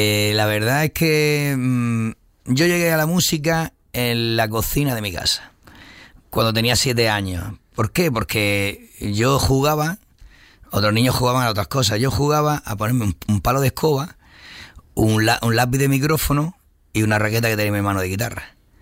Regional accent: Níjar, Andalusia, Spain

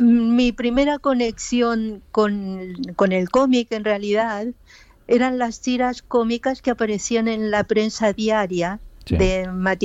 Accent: Argentina; now in Spain; A ver, cuando salí de Argentina, tenía una serie de, bueno, había en Europa había cuatro centros editoriales importantes

